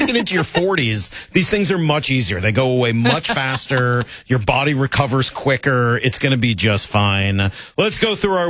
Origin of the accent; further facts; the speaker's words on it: Northeast, United States; now in Seattle, United States; I grew up in the Northeast. I like a hot, humid summer.